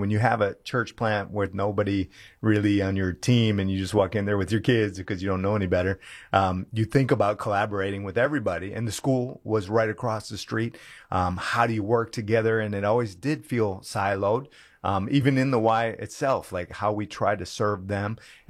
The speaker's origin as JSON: {"language": "English", "region": "Minnesota", "country": "United States", "moved": "yes", "lives_now": "San Antonio, United States", "said": "I'm from Minnesota."}